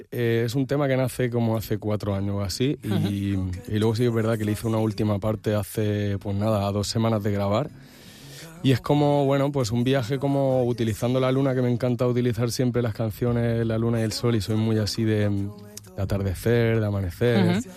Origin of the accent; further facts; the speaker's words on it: Barcelona, Catalonia, Spain; moved away as an adult; now in Palma, Spain; Ja a Barcelona sempre sortir a la muntanya quasi diàriament, perquè el meu poble connecta amb la muntanya